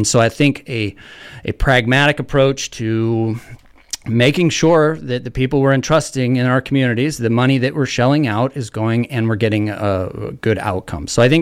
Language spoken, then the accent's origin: English; Port Townsend, Washington, United States; I am a father, a son, and a neighbor with roots in the Olympic Peninsula. I was born and raised in Jefferson County, Port Townsend Jefferson General Hospital back in the 70s, and I've lived here my entire life.